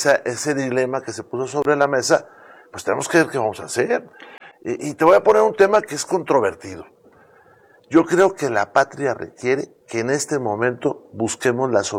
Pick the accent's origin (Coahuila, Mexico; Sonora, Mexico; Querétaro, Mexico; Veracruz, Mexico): Coahuila, Mexico; Saltillo; No, fíjate que Saltillo tiene muy buen clima, pero yo vivía en la calle de Abasolo, que en aquel entonces era, digamos, la última calle de la ciudad con pavimento, cuando yo era niño